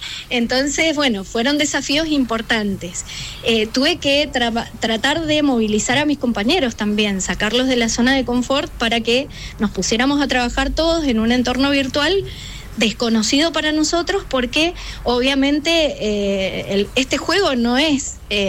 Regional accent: Mendoza, Argentina; Soy la única mendocina

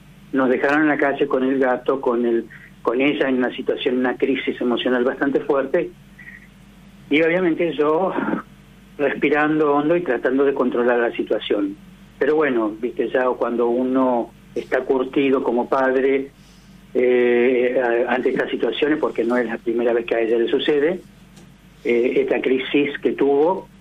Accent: General Roca, Río Negro, Argentina; Yo vengo de la provincia de Río Negro, he tratado con absolutamente todos los colores políticos porque yo llevé adelante un proyecto de ordenanza en la ciudad de General Roca, de donde soy oriundo

